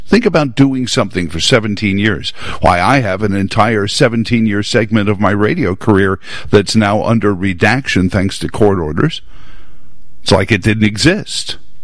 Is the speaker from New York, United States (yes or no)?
yes; New York City, New York, United States; born or raised there